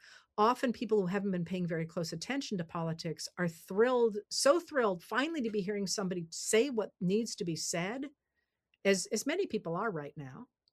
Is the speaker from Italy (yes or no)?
no; United States; as the American people